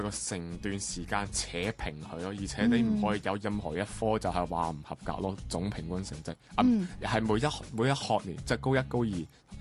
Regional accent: Macau; 我哋澳门人咧去内地高校咧

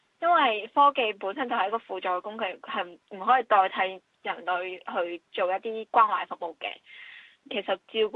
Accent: Shenzhen, Guangdong, China; also born or lived in Hong Kong; 因为我本身小的时候就是深圳那边的，后面先来了香港，所以我的普通话和粤语都是 OK，

